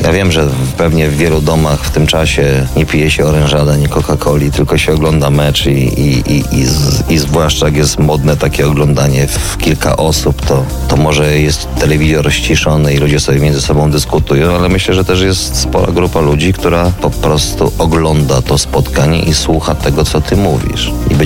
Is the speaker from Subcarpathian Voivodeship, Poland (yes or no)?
yes; Dębica, Subcarpathian Voivodeship, Poland; bo ja jestem z Dębicy, gdzie mieliśmy wielkich mistrzów w zapasach, mistrzów olimpijskich, mistrzów świata, mistrzów Europy, tak, byliśmy też mistrzami Polski w boksie.